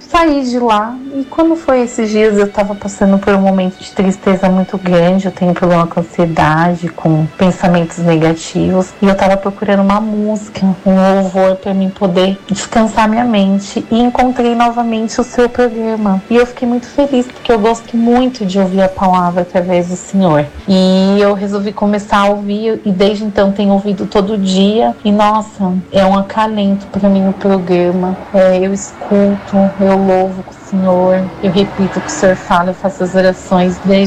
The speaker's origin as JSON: {"language": "Portuguese", "town": "Guarulhos", "region": "São Paulo", "country": "Brazil", "said": "eu sou de Guarulhos."}